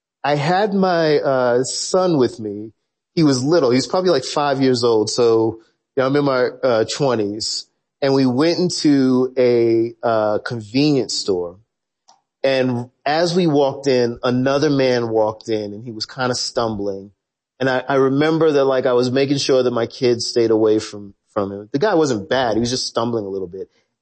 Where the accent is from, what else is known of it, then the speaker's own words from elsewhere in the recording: the South, United States; as a young black kid growing up in the South